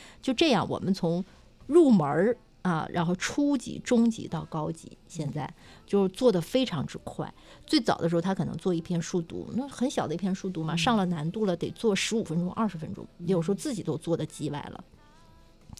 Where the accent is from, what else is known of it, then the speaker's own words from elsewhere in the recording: China; 我们中国人是比较含蓄的哈